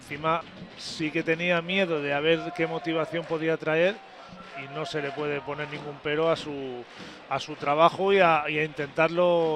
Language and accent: Spanish; Leganés, Community of Madrid, Spain; Yo que soy de aquí, de Leganés, de toda la vida, he jugado en este club en Segunda B.